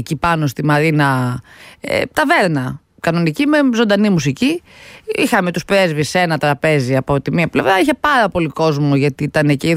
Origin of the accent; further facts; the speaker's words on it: Peloponnese, Greece; στο χωριό μου την Πελοπόννησο, στο το ζωμπά